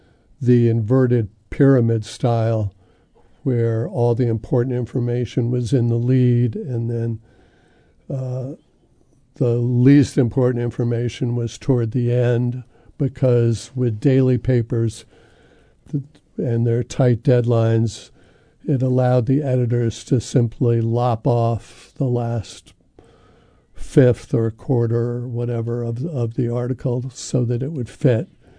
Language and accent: English; New York City, New York, United States; moved away as an adult; also born or lived in Boston; I grew up in New York City, and I was familiar with the Village Voice there. And then I went to school in Boston